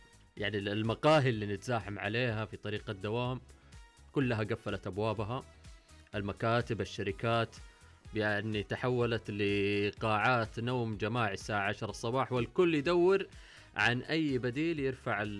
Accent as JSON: {"language": "Arabic", "country": "Saudi Arabia"}